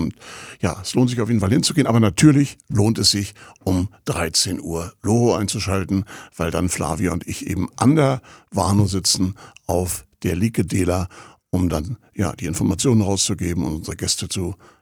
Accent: Rostock, Mecklenburg-Vorpommern, Germany; born or raised there

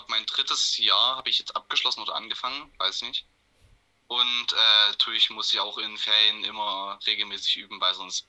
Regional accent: Kransal, Saxony, Germany; Ich komme aus Kransal, Deutschland.

